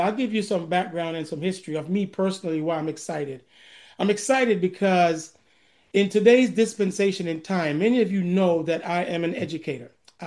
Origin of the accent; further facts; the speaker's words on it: Jamaica; growing up in Jamaica myself